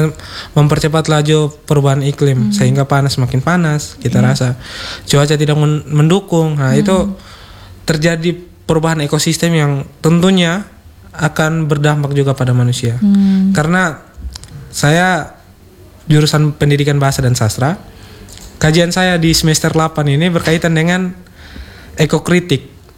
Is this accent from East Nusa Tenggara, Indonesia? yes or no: yes; East Nusa Tenggara, Indonesia